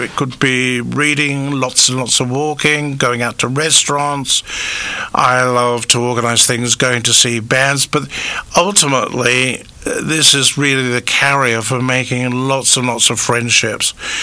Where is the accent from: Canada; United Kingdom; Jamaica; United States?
United Kingdom; now in Australia; I have. Yep. Yes, I have indeed. I'm proudly British.